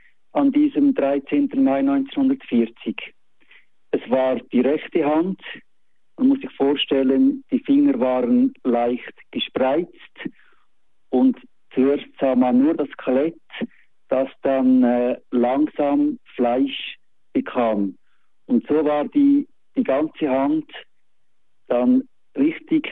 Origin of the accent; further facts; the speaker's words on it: Lucerne, Switzerland; now in Egnach, Switzerland; Ich komme aus dem Thurgau jetzt, aus Egnach. Bin ich in Luzern in der Innerschweiz aufgewachsen, auch sehr gut katholisch.